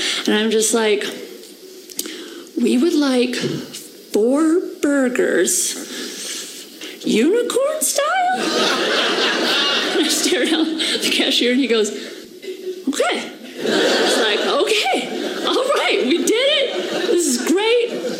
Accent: Minnesota, United States; now in Los Angeles, United States; I'm from Minnesota where we don't have it, and I live in LA now.

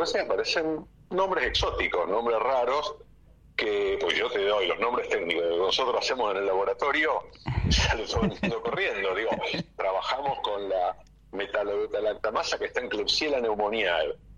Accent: Rosario, Santa Fe, Argentina; estar acá en Rosario, Santa Fe, Argentina. Yo soy de Rosario y elegí volver acá.

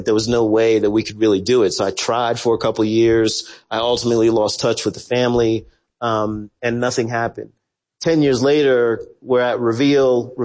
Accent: the South, United States; as a young black kid growing up in the South

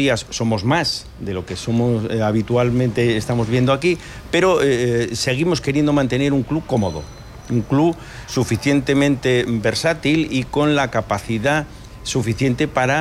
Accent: Spain; pero es verdad que como buenos españoles no debemos de esperar al último día

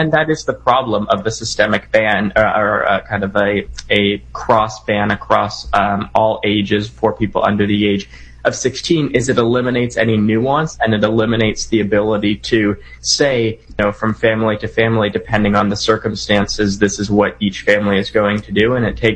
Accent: Canada; Yeah, or my home country of Canada either

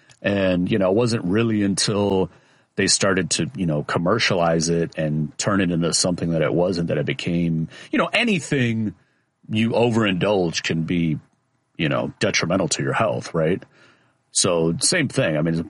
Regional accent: Chicago, Illinois, United States; accent: Chicago; My Chicago accent slipping out there.

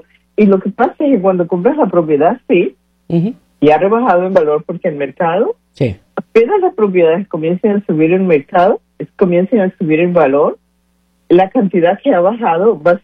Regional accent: Ecuador; moved away; Yo soy del Ecuador.

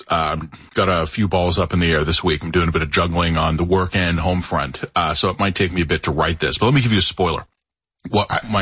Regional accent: Toronto, Ontario, Canada; So my hometown, Toronto

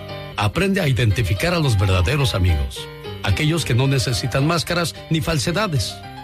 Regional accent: Cosalapa, Oaxaca, Mexico; moved away; Porque un día salí de Cosalapa, Oaxaca, pero Cosalapa, Oaxaca nunca

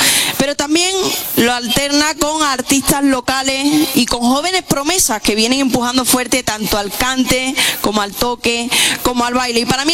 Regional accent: Córdoba, Andalusia, Spain

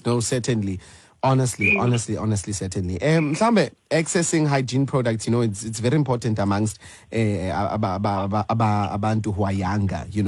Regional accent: Matatiele, Eastern Cape, South Africa; moved away; I come from Matatiela.

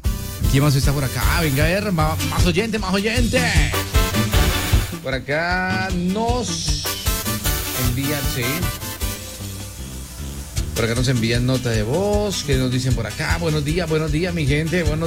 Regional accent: Llanos Orientales, Colombia; Llaneros, sí, soy llanero primo

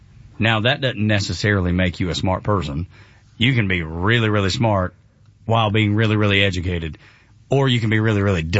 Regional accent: Dalton, Georgia, United States; I'm from Dalton.

